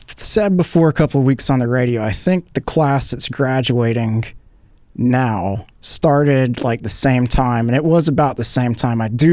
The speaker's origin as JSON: {"language": "English", "town": "Columbia", "region": "South Carolina", "country": "United States", "tie": "born or raised there", "said": "I've always thought that about my hometown of Columbia."}